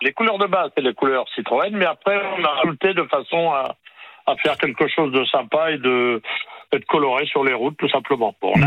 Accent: Normandy, France; On est normand, nous.

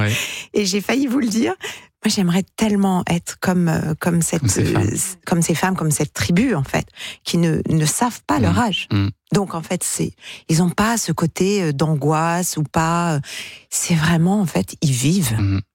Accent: Normandy, France; Voilà, en tant que Normande, quand même.

